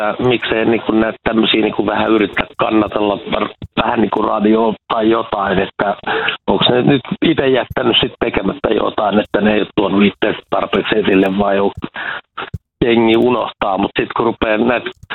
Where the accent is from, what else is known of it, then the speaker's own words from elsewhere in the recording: Lahti, Päijät-Häme, Finland; now in Kouvola, Finland; En, mä Lahdesta kotoisin, että 2003 muutin tänne Kouvolaan ja kiersin koko Kouvolan ympäri ja sitten asetuttiin perheen kanssa tähän Korjalle 2016.